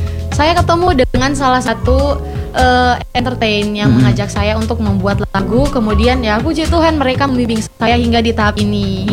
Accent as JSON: {"language": "Indonesian", "region": "Central Sulawesi", "country": "Indonesia", "said": "Karena saya berasal dari Sulawesi Tengah."}